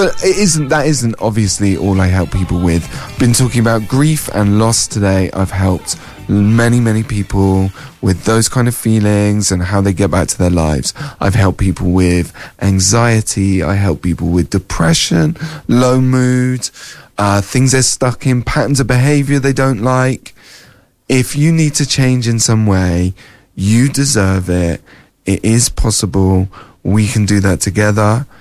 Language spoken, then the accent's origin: English; South West England, United Kingdom; We're both from Somerset, so we're probably related in some way.